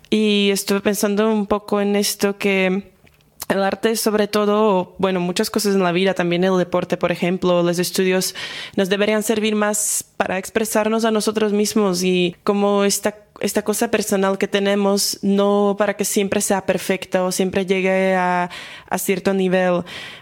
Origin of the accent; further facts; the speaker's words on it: Slovakia; Spanish is a second language; moved away as an adult; now in Granada, Spain; bueno, pues … estudio ahorita Ciencias Políticas y Derecho aquí en Granada, pero soy de Eslovaquia. Me mudé hace año y medio